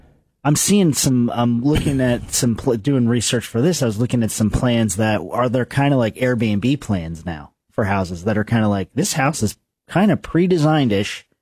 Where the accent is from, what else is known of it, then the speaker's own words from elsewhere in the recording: New Jersey, United States; moved away; where I grew up on the Jersey Shores